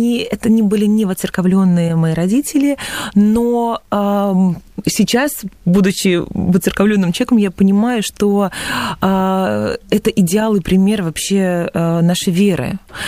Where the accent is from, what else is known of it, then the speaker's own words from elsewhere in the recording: Russia; born there; Если я родилась в России, я русский человек, я принадлежу к православной церкви, меня крестили в детстве.